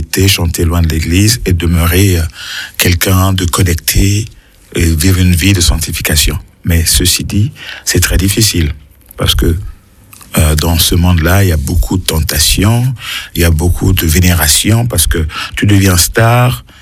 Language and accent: French; Republic of the Congo; born there; moved away; moi je suis né en Afrique, au Congo-Brazzaville